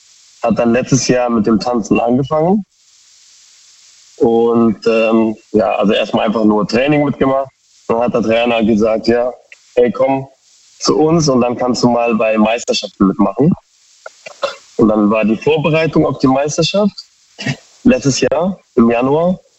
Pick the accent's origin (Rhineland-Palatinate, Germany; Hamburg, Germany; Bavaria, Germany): Rhineland-Palatinate, Germany; Koblenz; Aktuell bin ich auf der Rückfahrt von Pforzheim und wir kommen aus Koblenz.